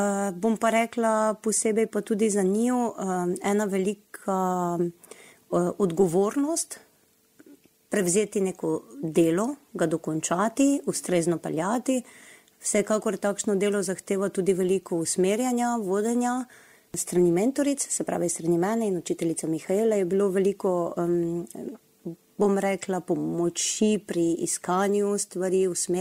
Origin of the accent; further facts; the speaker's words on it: Dokležovje, Mura, Slovenia; Rojena sem v Dokležuju, kjer tudi živi manjša romska skupnost.